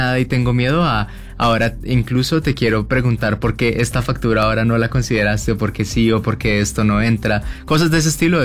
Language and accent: Spanish; Colombia; moved away as an adult; also born or lived in Bogotá; now in Mexico City, Mexico; nosotros dos somos colombianos y nosotros llegamos a la Ciudad de México trabajando para Uber. Nosotros trabajábamos en ese momento. Estábamos en la ciudad de Bogotá y después nos trasladaron aquí a la Ciudad de México